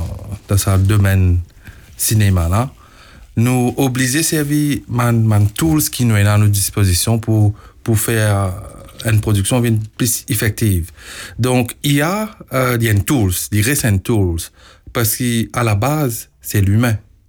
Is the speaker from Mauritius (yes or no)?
yes; Mauritius; Là, quand on vient de Maurice, incluant man Mauricien qui est à l'étranger, exodi.